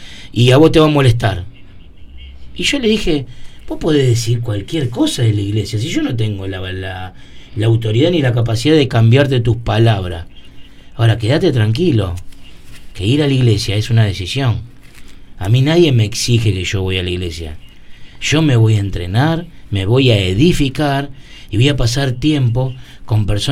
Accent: General Rodríguez, Buenos Aires Province, Argentina; born there; Yo nací acá en la Clínica Centro a las 3 de la mañana, de la madrugada. O sea, soy rodriguense de hace 48 años, soy rodriguense.

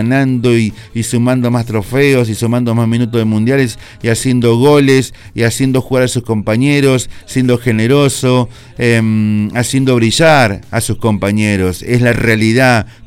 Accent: Argentina; somos así los argentinos

